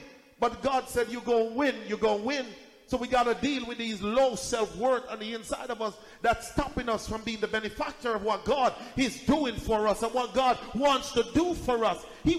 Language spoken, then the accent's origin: English; Jamaica; I'm from Jamaica. I am the least likely person in my family.